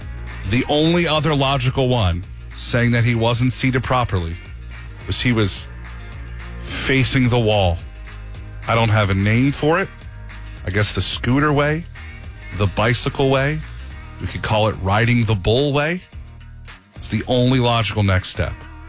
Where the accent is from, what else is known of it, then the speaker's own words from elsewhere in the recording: Pennsylvania, United States; This is a Pennsylvania story, my home state, so I was immediately drawn to it.